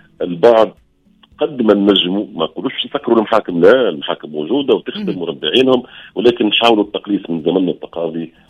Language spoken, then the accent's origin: Arabic; Tunisia; أنا مثلا تونسي